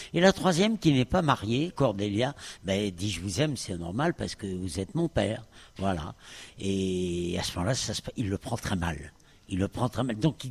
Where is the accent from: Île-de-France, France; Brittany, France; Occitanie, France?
Île-de-France, France; Paris; De Paris. Moi, je suis parisien au départ.